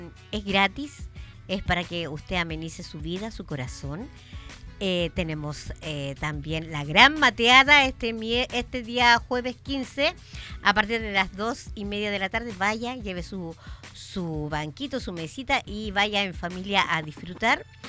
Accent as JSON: {"language": "Spanish", "town": "Chañaral Alto", "region": "Coquimbo", "country": "Chile", "said": "acá de Chañaral Alto, que es mi pueblo amado"}